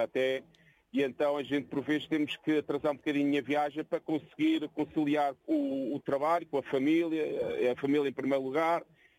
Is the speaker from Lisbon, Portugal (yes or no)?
yes; Odivelas, Lisbon, Portugal; Esse evento é todos os anos em Odivelas. Eu pertenço de Odivelas. Eu sou de Odivelas.